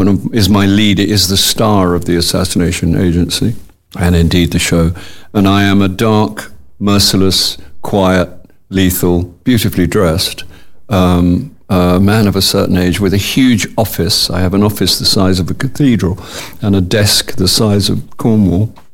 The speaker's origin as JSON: {"language": "English", "country": "Ireland", "said": "Yeah, yeah. I was fed as an Irish boy. You know, I had all the classics. And so I did have that kind of background."}